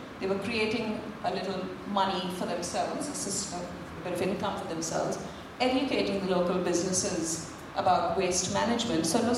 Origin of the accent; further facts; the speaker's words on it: India; moved away; And so when I was in India and grew up in this beautiful community